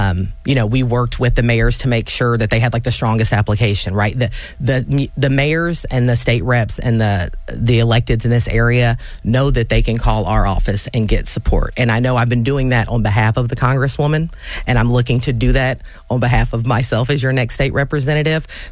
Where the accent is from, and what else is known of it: Danville, United States; born or raised there